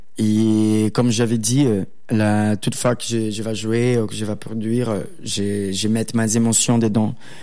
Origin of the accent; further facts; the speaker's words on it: Rio de Janeiro, Brazil; on est carioca, on vient de Rio de Janeiro